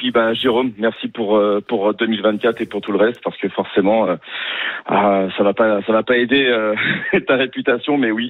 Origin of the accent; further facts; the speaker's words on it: Monaco; Je suis monégasque.